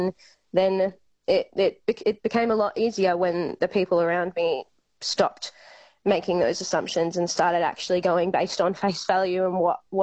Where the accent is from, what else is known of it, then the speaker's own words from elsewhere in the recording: Yillering, Western Australia, Australia; I grew up in Yillering, which is a really small town in the wheat belt. And my dad, it's a grain town. My dad drove grain trucks, and we had a CBH there